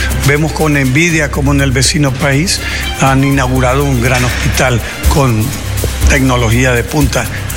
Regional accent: Honduras; como hondureño no nos deja muy satisfechos.

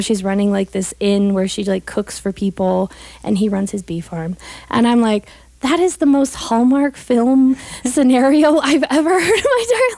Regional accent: Kremmling, Colorado, United States; I grew up in Kremling and graduated from West Grand

